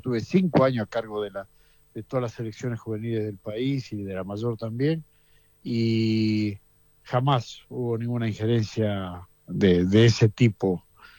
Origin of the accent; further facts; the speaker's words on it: Argentina; Nada, como argentino, feliz de que venga un argentino a dirigir